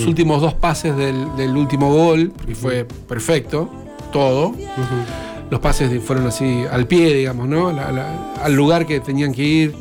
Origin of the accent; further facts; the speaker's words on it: Argentina; Siendo argentinos, como que lo sufrimos un montón